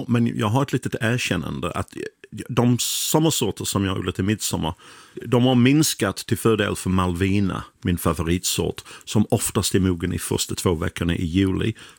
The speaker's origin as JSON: {"language": "Swedish", "region": "England", "country": "United Kingdom", "second_language": "Swedish", "moved": "yes", "lives_now": "Skåne, Sweden", "said": "när jag var fortfarande engelsman. Nu är jag skåning i alla fall. Jag tror att jag blir svensk också."}